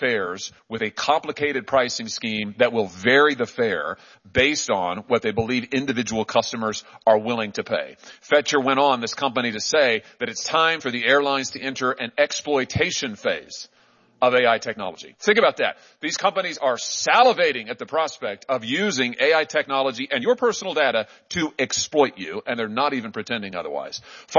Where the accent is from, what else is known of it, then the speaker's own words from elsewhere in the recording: Missouri, United States; my home state of Missouri